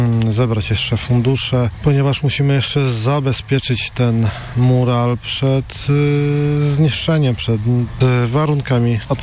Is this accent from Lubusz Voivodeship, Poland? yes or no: no; Radom, Masovian Voivodeship, Poland; godne miejsce u nas w Radomiu.